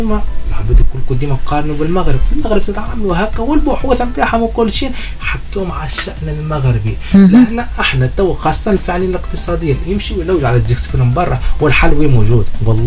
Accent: Tunisia; احنا ولاد منظومة التعليم المجانية تونس قررتنا بلاش

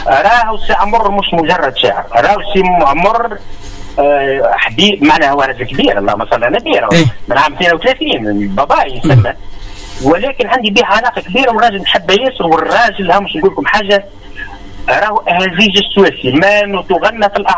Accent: Tunisia; احنا في تونس

